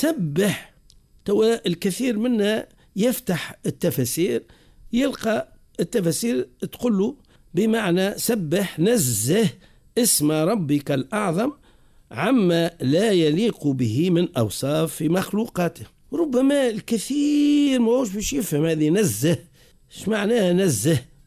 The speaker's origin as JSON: {"language": "Arabic", "country": "Tunisia", "said": "احنا عندنا في تونس"}